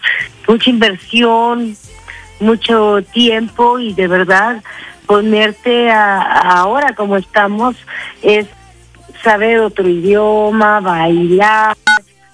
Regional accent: Querétaro, Mexico; now in Mexico City, Mexico; yo soy queretana, entonces tuve que dejar mi tierra para irme a la Ciudad de México y venirme porque yo ya vivo en la Ciudad de México desde aquel entonces, desde los 80s.

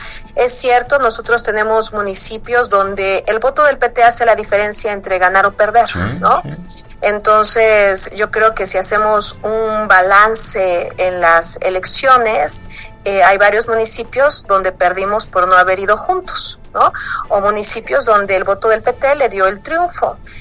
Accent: Mexico

